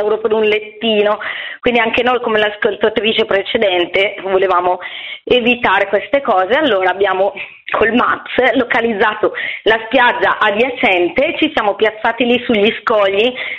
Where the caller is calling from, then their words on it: Bergamo, Lombardy, Italy; Sono da Bergamo.